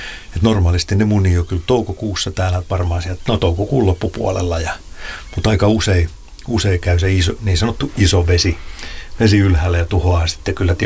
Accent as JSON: {"language": "Finnish", "town": "Pori", "region": "Satakunta", "country": "Finland", "said": "Mä muistan 80-luvulla, niin kun mä oon Porista kotoisin, niin siellä oli vielä suokukkoja soittimia."}